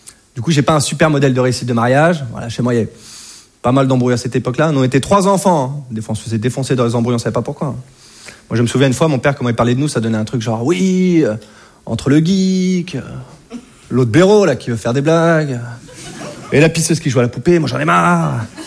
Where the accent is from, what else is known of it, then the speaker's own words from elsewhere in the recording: Hauts-de-France, France; now in Paris, France; Je viens de Picardie. Et maintenant, je vis à Paris.